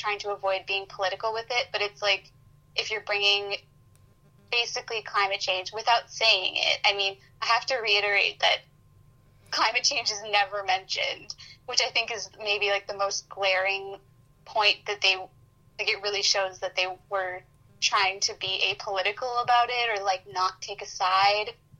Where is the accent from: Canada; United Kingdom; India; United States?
Canada; Vancouver, British Columbia; I'm from Vancouver, and, you know, I go to Victoria pretty frequently